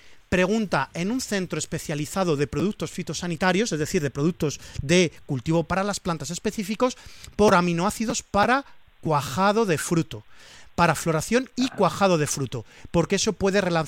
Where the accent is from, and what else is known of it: Valencian Community, Spain